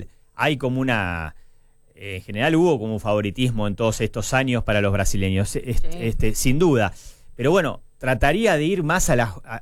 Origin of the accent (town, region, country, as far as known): Argentina